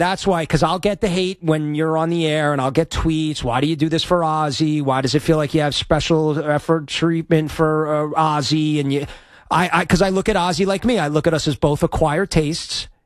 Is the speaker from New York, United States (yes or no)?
yes; New York, United States; she's from New Jersey. I'm from New York.